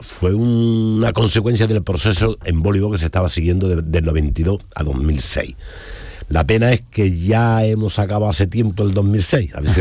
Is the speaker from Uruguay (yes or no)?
no; Dos Hermanas, Andalusia, Spain; Bueno, llegué a Sevilla, yo soy nazareno.